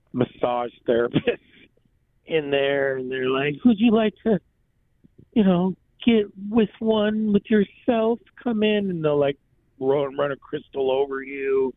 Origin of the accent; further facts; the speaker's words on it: Oregon, United States; born there; I grew up around Burning Man people, bro. I'm in Oregon.